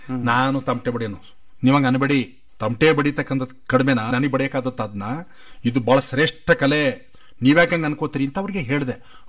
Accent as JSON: {"language": "Kannada", "area": "Mandya", "region": "Karnataka", "country": "India"}